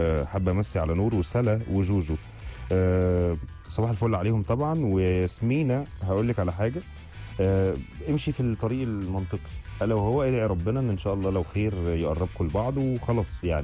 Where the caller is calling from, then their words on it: Alexandria, Alexandria Governorate, Egypt; ليه نجوم اف ام مش بتشتغل عندنا في اسكندريه؟